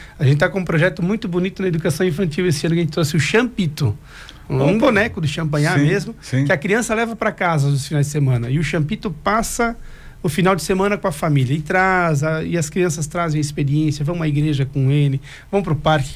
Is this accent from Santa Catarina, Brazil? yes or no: yes; Jaraguá do Sul, Santa Catarina, Brazil; moved away; Jaraguá do Sul, de onde eu venho também.